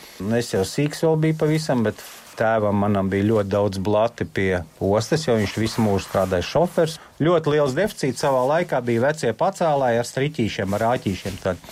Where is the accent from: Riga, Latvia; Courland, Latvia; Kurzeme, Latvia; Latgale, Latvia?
Riga, Latvia; moved away as an adult; now in Gaiziņkalns, Latvia; es kā rīdzinieks tiku Rīgas ceļos, būvēja Rīgā ielas.